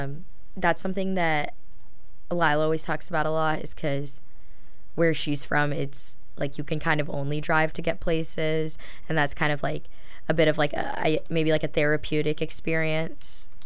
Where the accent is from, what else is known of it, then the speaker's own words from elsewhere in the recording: Seattle, Washington, United States; now in Washington, D.C., United States; I'm one of the hosts. I'm from Seattle